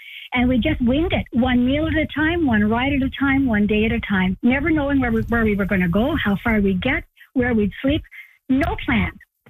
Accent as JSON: {"language": "English", "region": "Nova Scotia", "country": "Canada", "tie": "born or raised there", "said": "because we grew up in Cape Breton Island, we had a similar culture in terms of large families, people not being well off financially, and just ordinary Joes."}